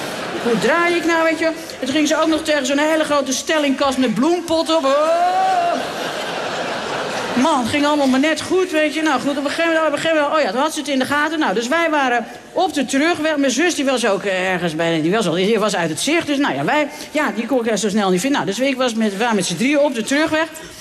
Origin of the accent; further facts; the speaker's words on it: Haarlem, North Holland, Netherlands; want vroeger bij ons in Haarlem-Noord, serieus, dan kon je gewoon vanuit de achtertuin kon je op de weilanden met de koeien kijken.